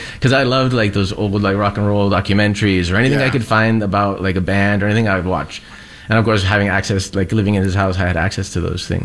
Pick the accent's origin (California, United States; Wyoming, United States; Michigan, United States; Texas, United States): California, United States; Sacramento; And then growing up, I grew up in also in Sacramento.